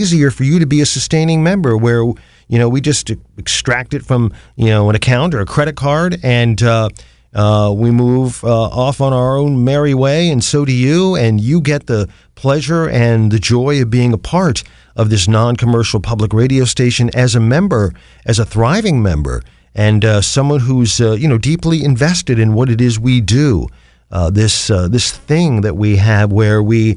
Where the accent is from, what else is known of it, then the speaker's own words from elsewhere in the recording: Canton, Ohio, United States; Non-commercial public radio for Akron in my hometown of Canton, the Hall of Fame City at 91.3 FM